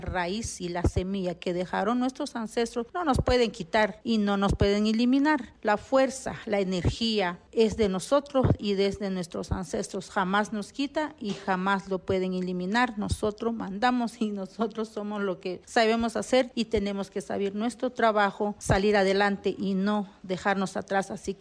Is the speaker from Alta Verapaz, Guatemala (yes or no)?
yes; Alta Verapaz, Guatemala; first language Q'eqchi'; Spanish is a second language; soy de Alta Verapaz y mi idioma es Quechí.